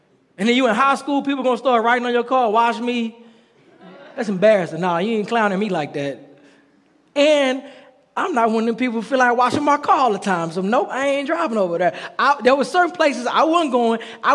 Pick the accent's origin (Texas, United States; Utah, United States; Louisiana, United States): Texas, United States; Dallas; I grew up in Texas. So in Texas, you know, in Dallas, we got the city, but then you can go right outside of Dallas and it's not so city anymore. Become a little more rural.